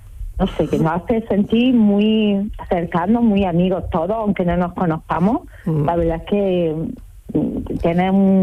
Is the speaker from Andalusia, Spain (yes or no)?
yes; Jaén, Andalusia, Spain; No, soy de Jaén, me levanto muy temprano porque soy mamá de dos mellizos también, trabajo en el Ayuntamiento de Jaén